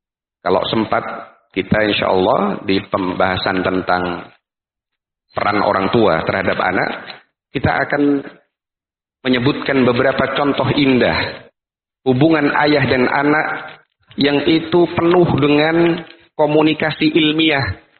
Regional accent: Medan, North Sumatra, Indonesia; Kalau itu sahih, berarti tidak boleh bagi kita orang Medan nikah sama orang Arab.

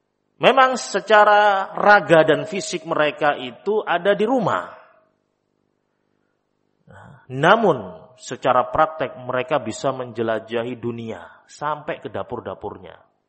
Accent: Java, Indonesia

